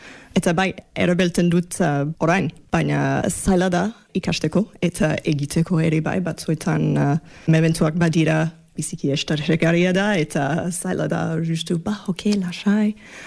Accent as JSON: {"language": "Basque", "town": "Toronto", "region": "Ontario", "country": "Canada", "tie": "born or raised there", "second_language": "Basque", "moved": "as an adult", "lives_now": "Bayonne, France", "said": "Toronton sortu nintzen, Toronto, Kanadako hiri handiena da, handia da. 3 milioi biztanle badira"}